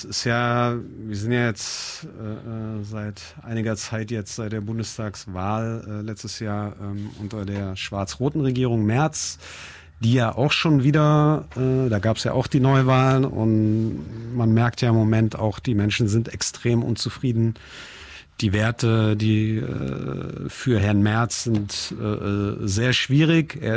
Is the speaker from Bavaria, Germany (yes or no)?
no; Kassel, Hesse, Germany; hier in Kassel aufgewachsen auch.